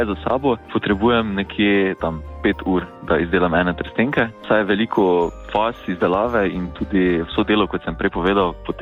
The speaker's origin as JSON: {"language": "Slovenian", "town": "Cirkulane", "region": "Podravska", "country": "Slovenia", "said": "sem dijak tretjega letnika Srednje lesarske in gozdarske šole v Mariboru, prihajam iz Cirkulan. In sem ponosen haložan."}